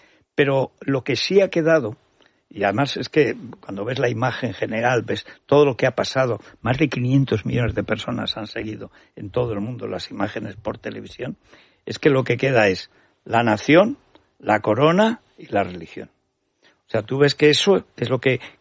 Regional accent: Aragon, Spain; una familia pobre, en un pueblo perdido, en la montaña de Teruel. El nivel de la enseñanza pública en mi pueblo, en Teruel, estaba hablando de los años 60

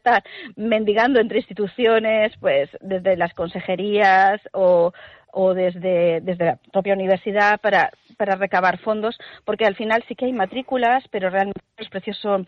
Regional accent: Spain

